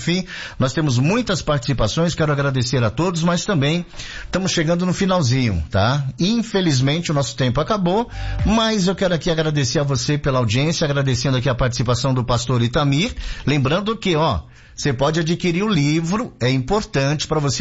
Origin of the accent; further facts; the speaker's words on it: Nova Zelândia, Maranhão, Brazil; Eu sou aqui da cidade de Nova Zelândia, no Maranhão.